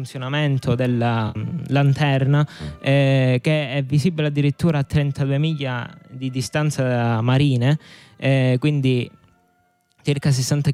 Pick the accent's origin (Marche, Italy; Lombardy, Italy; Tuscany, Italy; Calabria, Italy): Calabria, Italy; Tropea; Sì, sono di Tropea.